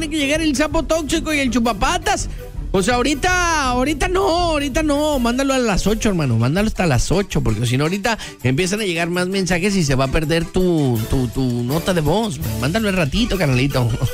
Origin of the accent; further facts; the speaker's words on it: Mexico; yo soy más mexicano que ponerle limón a todo